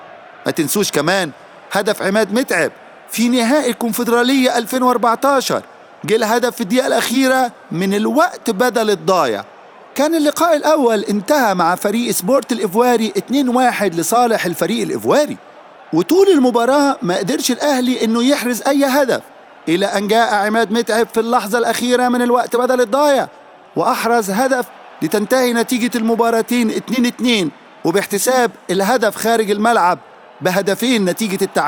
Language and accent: Arabic; Egypt; في أهداف حصلت عندنا في مصر ما ننساهاش.